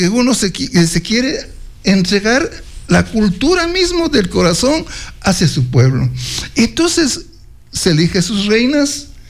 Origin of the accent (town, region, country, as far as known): Ecuador